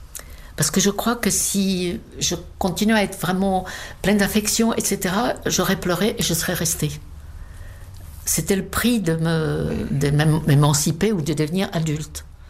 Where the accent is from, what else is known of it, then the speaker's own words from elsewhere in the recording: České Budějovice, South Bohemian Region, Czechia; French is a second language; moved away as an adult; now in Paris, France; Je suis très très attachée à mon pays natal, presque trop je dirais. Peut-être aussi parce que c'est la Bohême du Sud qui est quand même une très jolie région.